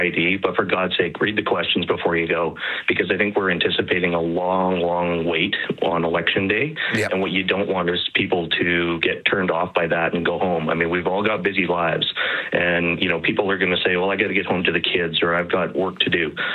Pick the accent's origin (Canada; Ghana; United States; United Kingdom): Canada; Alberta; We have all sort of said, yeah, we're distinctly Albertan. We're fully Canadian.